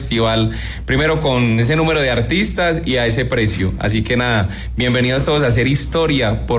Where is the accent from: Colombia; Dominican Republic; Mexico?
Colombia; La Virginia, Risaralda; also born or lived in Pereira; Yo soy nacido en Pereira, pero me crecí en la Virginia Risaralda, también ver a mi pueblito